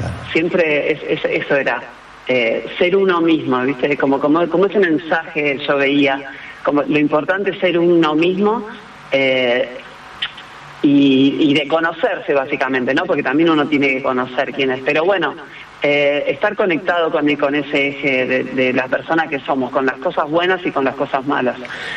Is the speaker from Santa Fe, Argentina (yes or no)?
yes; Rosario, Santa Fe, Argentina; now in Buenos Aires, Argentina; Yo siento que hay una Rosario donde yo me crié, donde yo aprendí, donde jugué al fútbol, donde empecé a hacer música, que vive muy en mí, que es bastante diferente a la Rosario de ahora